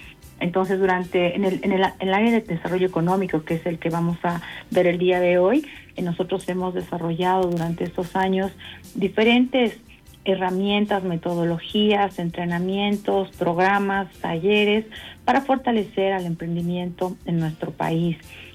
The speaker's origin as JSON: {"language": "Spanish", "region": "Tarija", "country": "Bolivia", "moved": "yes", "lives_now": "La Paz, Bolivia", "said": "Yo soy tarijeña, pero vivo en La Paz."}